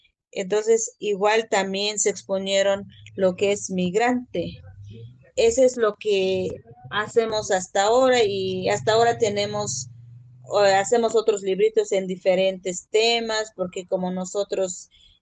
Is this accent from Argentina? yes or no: no; San Juan Chamula, Chiapas, Mexico; soy originario de San Juan Chamula, hablo tzotzil